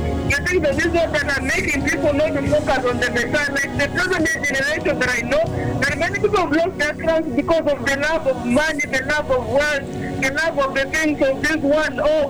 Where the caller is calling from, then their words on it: Georgia, United States; I'm calling you from Georgia.